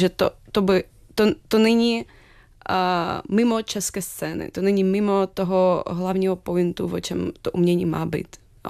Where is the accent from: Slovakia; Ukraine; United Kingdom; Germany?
Ukraine; Czech is a second language; now in Prague, Czechia; I já doufám, že i tady v Praze vzniká z toho druhý domov. Takže určitě jsem Ukrajinka